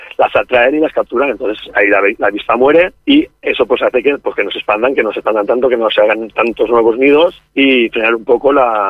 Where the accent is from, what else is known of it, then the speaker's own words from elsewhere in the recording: Salquerías del Niño Perdido, Valencian Community, Spain; Sí, yo soy del pueblo de Salquerías, Salquerías del Niño Perdido.